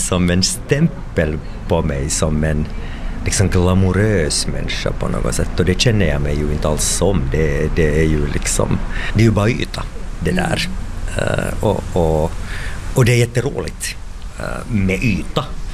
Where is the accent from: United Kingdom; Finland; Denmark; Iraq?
Finland; Hanko, Uusimaa; jag är från Hange, en blåsig udde 40 kilometer ut i Östersjön. I Hange blåser det alltid också om det inte blåser.